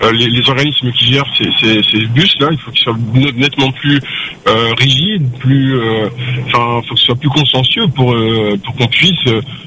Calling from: Saint-André, Réunion; j'habite Saint-André, je travaille sur Saint-Denis.

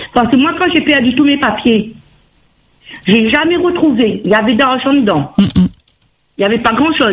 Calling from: Saint-Pierre, Réunion; J'habite sur la Ravine des Cabris.

